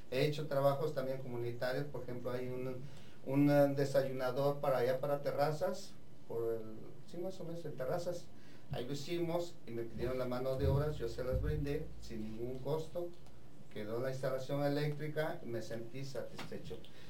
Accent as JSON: {"language": "Spanish", "region": "Veracruz", "country": "Mexico", "tie": "born or raised there", "also_born_or_lived": "Oaxaca", "said": "Soy originario de Veracruz, sí."}